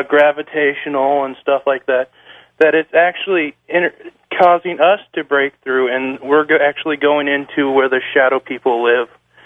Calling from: United States; I'm from the Tri-Cities.

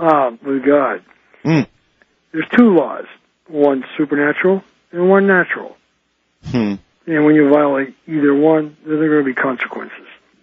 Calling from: Burlington, Vermont, United States; I'm calling from Burlington, Vermont.

